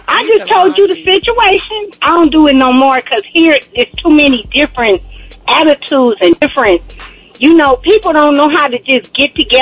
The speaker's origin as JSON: {"language": "English", "region": "Michigan", "country": "United States", "said": "well, I'm from Michigan and we pow-pow."}